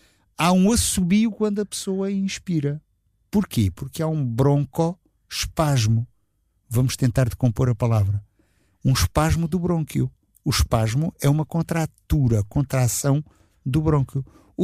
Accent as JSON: {"language": "Portuguese", "region": "Setúbal", "country": "Portugal", "tie": "born or raised there", "said": "porque eu sou da região de Setúbal, vivi lá, cresci lá, já cheguei adulto, mas enfim, depois amadureci, se nós quisermos, em Setúbal."}